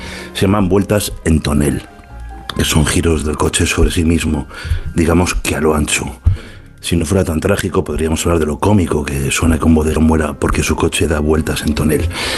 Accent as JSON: {"language": "Spanish", "region": "Castile", "country": "Spain", "said": "Como castellano viejo, yo soy muy fan de Murcia y sobre todo de su catedral."}